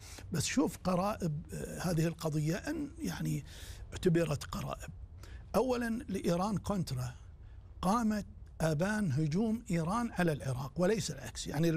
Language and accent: Arabic; Kuwait; عندنا بالكويت